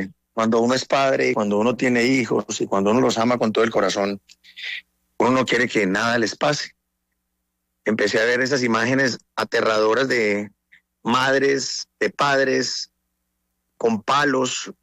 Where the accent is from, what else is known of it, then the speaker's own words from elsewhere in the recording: Colombia; los colombianos